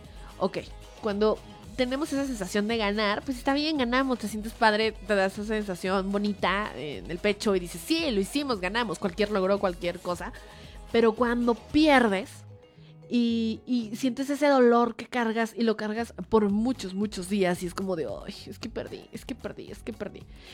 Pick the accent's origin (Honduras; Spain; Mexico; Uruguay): Mexico; Somos mexicanos, ¿no? Y de todos modos nos sentimos orgullosos.